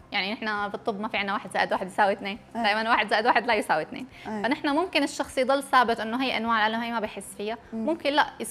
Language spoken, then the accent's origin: Arabic; Syria; حالة كانت عندنا بسوريا